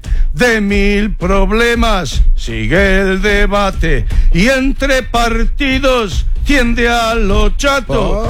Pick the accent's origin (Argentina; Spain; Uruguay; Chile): Uruguay